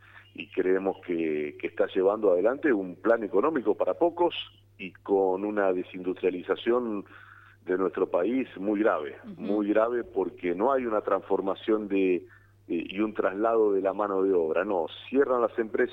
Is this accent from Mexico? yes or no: no; Argentina